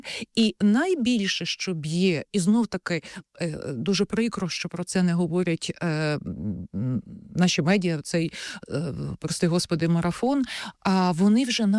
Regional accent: Kyiv, Ukraine; ми кияни, я порахувала, позавчора було 11 тривог і обстрілів.

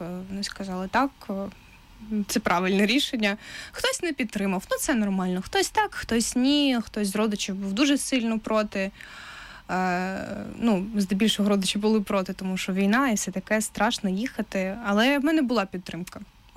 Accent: Crimea, Ukraine; з такими ж самими людьми, як я, які кримчани, переїхали нещодавно

